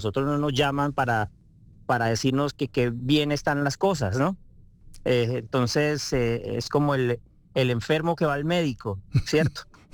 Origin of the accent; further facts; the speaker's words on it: Barrancabermeja, Santander, Colombia; moved away as an adult; also born or lived in Bucaramanga / Cúcuta / Argentina; Crecí en Barranca Bermeja y estudié mi bachillerato en Barranca Bermeja y después me fui para Bucaramanga a estudiar mi universidad.